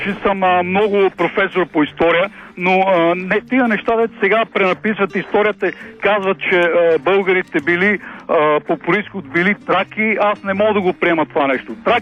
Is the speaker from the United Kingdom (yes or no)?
no; North Macedonia; Майка ми е българка, баща ми е македонец. Аз също съм македонец.